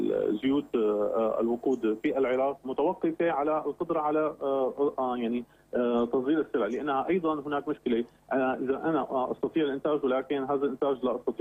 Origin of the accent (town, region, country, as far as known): Syria